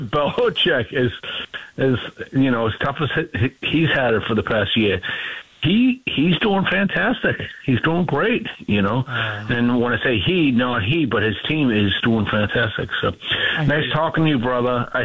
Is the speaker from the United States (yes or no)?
yes; Boston, Massachusetts, United States; Guys, we're from Boston. So New England's not really into college football the way that the rest of the country is